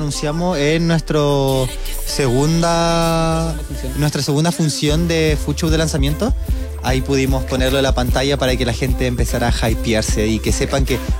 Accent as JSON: {"language": "Spanish", "country": "Chile", "said": "nosotros también somos chilenos"}